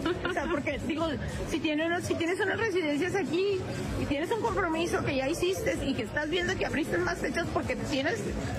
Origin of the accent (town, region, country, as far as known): Chihuahua, Mexico